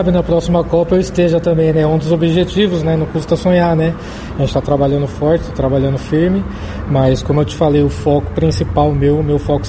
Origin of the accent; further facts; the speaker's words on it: Brazil; born there; Eu sou nascido no Brasil